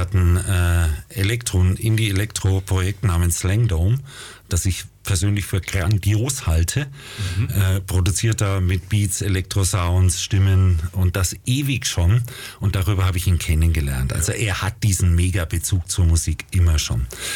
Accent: Nuremberg, Bavaria, Germany; ich komme aus Nürnberg.

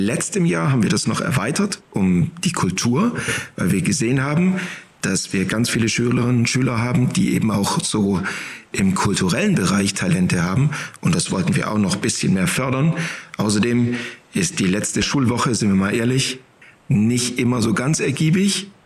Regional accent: Baden-Württemberg, Germany; Ich bin Schwabe durch und durch, habe aber einen großen Anteil Norddeutschland in mir noch drin von meiner Mutter.

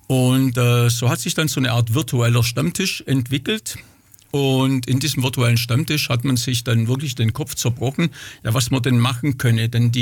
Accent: Schlierbach, Germany; ich komme aus Schlierbach

